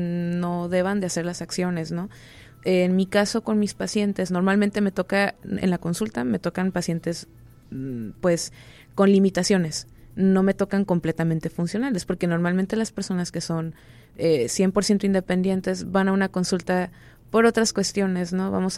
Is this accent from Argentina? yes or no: no; Mexico; nosotros como mexicanos somos muy acogedores, somos muy de abrazar a la gente también